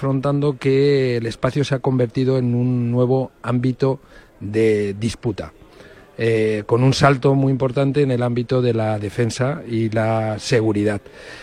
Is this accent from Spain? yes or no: yes; Spain; intentando aportar ese valor que nos permita, como españoles, poder acceder a contratos